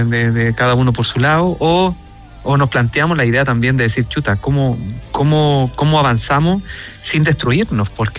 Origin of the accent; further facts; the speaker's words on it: Graneros, O'Higgins, Chile; now in Santiago, Chile; Yo soy oriundo y criado en Granero City